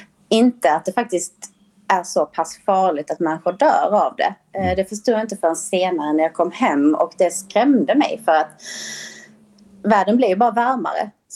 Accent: Sweden; som svensk så är man ju sällan utsatt för en sån typ av värme och känner därför inte till sina begränsningar heller.

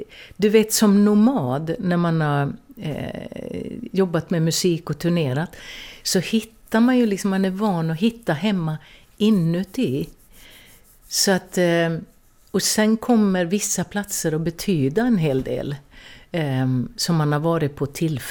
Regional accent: Älvdalen, Dalarna County, Sweden; moved away; Jag föds i Eversberg, i Eversberg, på sjukstugan i Älvdalen. Där de då hade något slags BB på den tiden. Och sen växte jag upp där.

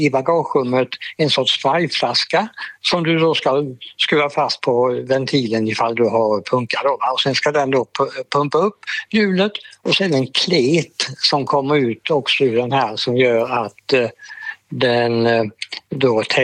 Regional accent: Sävsjö, Jönköping County, Sweden; born or raised there

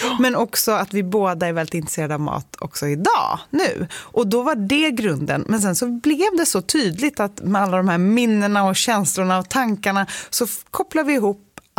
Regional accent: Gladökvarn, Stockholm County, Sweden; första kapitlet i boken är vi ju på mammas landställe, där vi växte upp i Gladekvarn.

